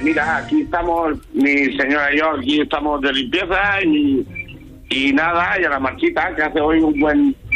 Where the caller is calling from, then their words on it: Ontinyent, Valencian Community, Spain; de Onteniente.